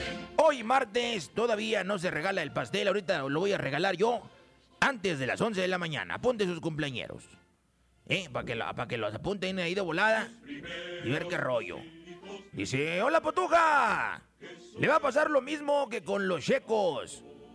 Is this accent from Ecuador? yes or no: yes; Ecuador; Yo le decía, no, no, yo soy ecuatoriano. Yo se lo dije a ella. Soy ecuatoriano, yo le dije a ella.